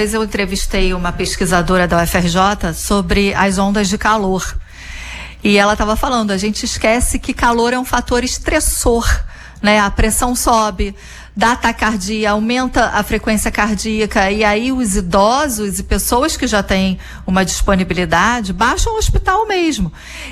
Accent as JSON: {"language": "Portuguese", "region": "Rio de Janeiro", "country": "Brazil", "tie": "born or raised there", "said": "E agora é incrível porque eu passei minha infância na Zona Norte, no subúrbio. O subúrbio já foi muito mais cheio de verde, sabe?"}